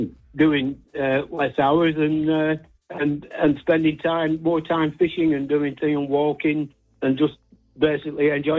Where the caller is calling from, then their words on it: Longridge, North West England, United Kingdom; I'm from Longridge, near Preston.